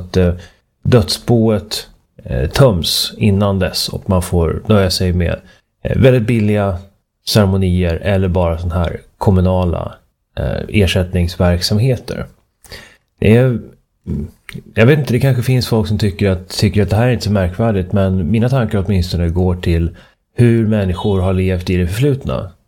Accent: Uppsala, Uppsala County, Sweden; när jag växte upp i Uppsala.

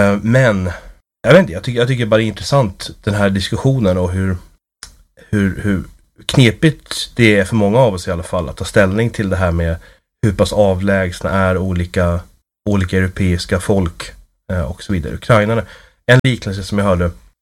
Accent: Uppsala, Uppsala County, Sweden; Jag är uppvuxen med polska vänner och bekanta till familjen. Och när jag växte upp i Uppsala så kände jag fler polacker än norrmän och danskar.

